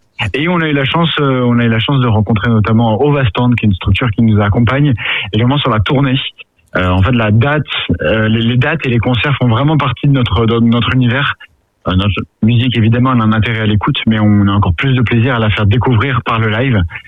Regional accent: Paris, Île-de-France, France

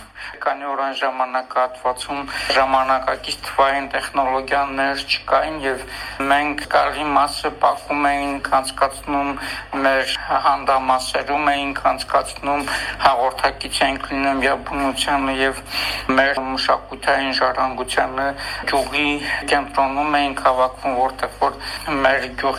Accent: Askeran, Nagorno-Karabakh, Azerbaijan; also born or lived in Darav; Մանկությունս անցել է Դարավ գյուղում, Ասկերան քաղաքում։ Մեր գյուղում բազմաթիվ պատմամշակութային հուշարձաններ կան

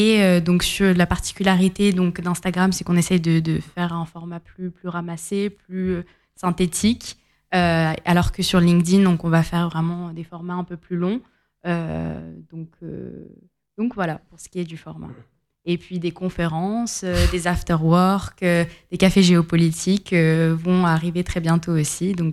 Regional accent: France; Pour ma part, je suis née, j'ai grandi en France. mais dans un foyer arménien où on parlait arménien

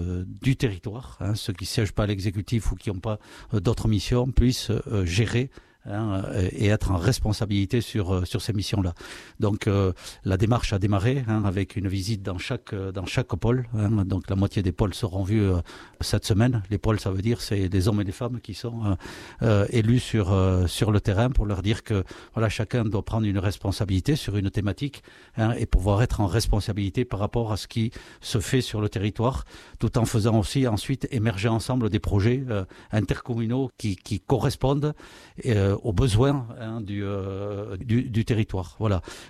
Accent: Saint-Pierre-d'Irube, Nouvelle-Aquitaine, France; mes origines sont en Pays Basque intérieur, même si moi j'ai grandi et évolué à Saint-Pierre-des-Rubes. Hein, donc sur la côte, même si à Saint-Pierre-des-Rubes, on a l'habitude de dire qu'on n'est pas de la côte, hein, mais vu de l'intérieur et de Mauléon, on est plus sur la côte

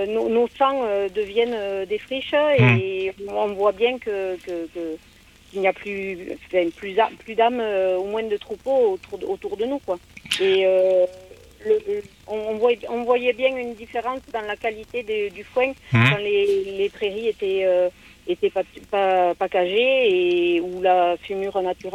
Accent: Occitanie, France; Je suis originaire du Gers, juste à côté de Mielan, à la Gamazous.

